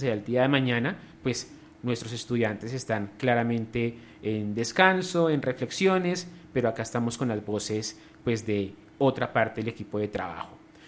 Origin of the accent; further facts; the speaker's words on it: Colombia; sigue siendo pues una banda sonora para vernos como colombianos, ¿sí? Y digamos que nosotros no somos vallecaucanos, ¿sí?